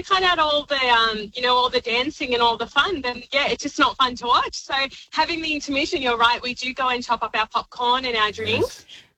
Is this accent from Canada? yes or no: no; Australia; born there; I'm an Australian-born Indian